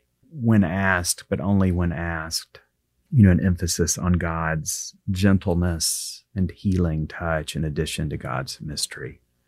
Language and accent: English; Guntersville, Alabama, United States; a little bitty United Methodist church in Guntersville, Alabama, my hometown.